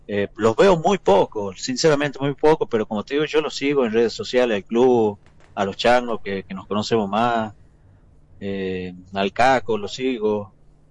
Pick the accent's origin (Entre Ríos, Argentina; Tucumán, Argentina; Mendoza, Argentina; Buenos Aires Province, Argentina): Tucumán, Argentina; Para mí ha sido algo muy grande el haber estado en San Martín siendo tucumano, porque yo sé lo que les cuesta al jugador tucumano llegar a esos clubes.